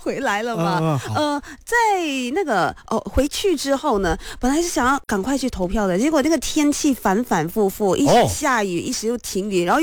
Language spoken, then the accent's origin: Chinese; Johor Bahru, Johor, Malaysia; 所以整个像我的家乡新山啦，一直都在堵车，